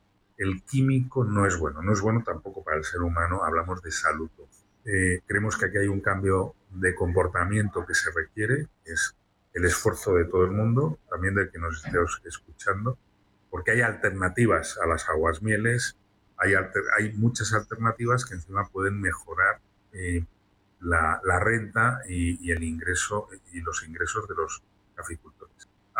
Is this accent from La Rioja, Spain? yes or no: no; Valencia, Valencian Community, Spain; en mi ciudad de origen, en Valencia